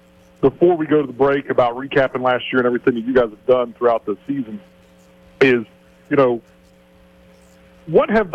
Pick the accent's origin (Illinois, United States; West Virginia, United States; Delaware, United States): West Virginia, United States; Chad, you know, I'm from West Virginia, grew up, you know, Brook High, big football program up there